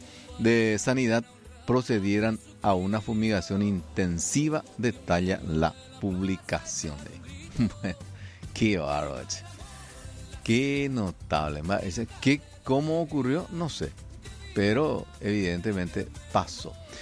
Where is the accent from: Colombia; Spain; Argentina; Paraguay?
Paraguay; pensé como paraguayo